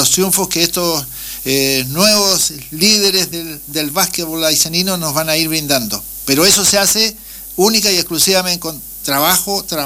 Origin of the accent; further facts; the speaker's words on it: Puerto Aysén, Aysén, Chile; nos criamos juntos ahí en Puerto Aysén.